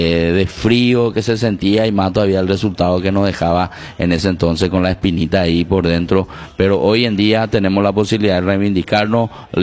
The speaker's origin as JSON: {"language": "Spanish", "country": "Paraguay", "said": "Nuestra raza es vencer o morir, lo veo como paraguayo."}